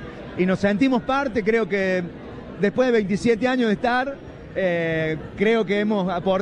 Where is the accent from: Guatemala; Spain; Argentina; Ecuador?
Argentina; Río Cuarto, Córdoba; siendo del interior, de allá de Río Cuarto.